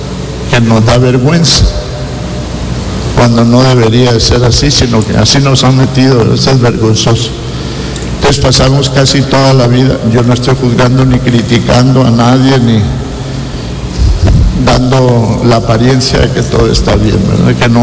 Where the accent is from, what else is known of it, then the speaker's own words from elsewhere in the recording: Teculután, Zacapa, Guatemala; yo que soy de Teculután